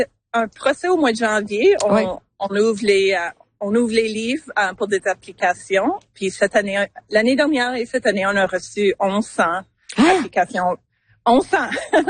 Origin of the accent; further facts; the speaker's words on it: Chilliwack, British Columbia, Canada; born there; Moi, j'ai déménagé à Chilliwack en 2020. Oui. Je suis née à Chilliwack, mais j'ai fait mon retour en 2020.